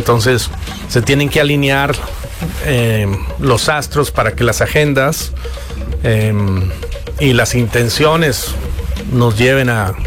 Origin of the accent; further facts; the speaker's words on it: Tijuana, Baja California, Mexico; now in Los Cabos, Mexico; yo crecí en Tijuana, entonces conocí a parte de la Baja.